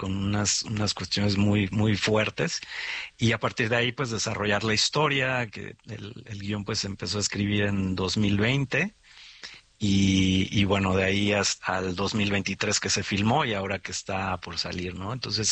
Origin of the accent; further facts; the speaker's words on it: Xalapa, Veracruz, Mexico; Yo soy de Jalapa.